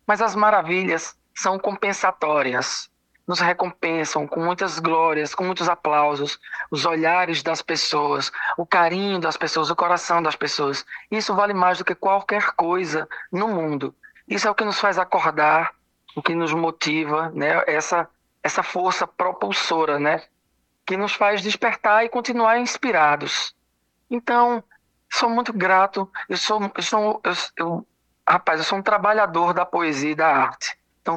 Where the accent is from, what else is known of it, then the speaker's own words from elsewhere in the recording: Pernambuco, Brazil; Eu venho do interior de Pernambuco